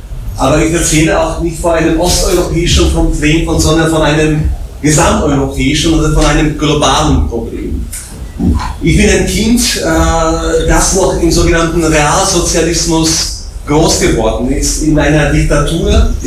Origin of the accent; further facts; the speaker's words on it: Bratislava, Bratislava Region, Slovakia; first language Slovak; German is a second language; ich komme aus Bratislava, aus der Slowakei.